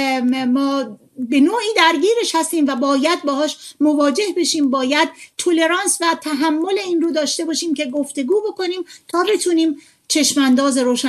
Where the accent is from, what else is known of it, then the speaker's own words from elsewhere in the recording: Iran; ما همه مردمیم، ما همه ایرانیم